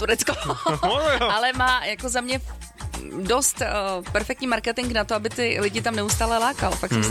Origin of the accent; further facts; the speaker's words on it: Ostrava, Moravian-Silesian Region, Czechia; já jsem z Česka, ještě k tomu z Ostravy